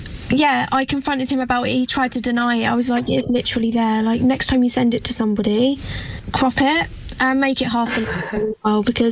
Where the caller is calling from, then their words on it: Essex, East of England, United Kingdom; I'm from Essex.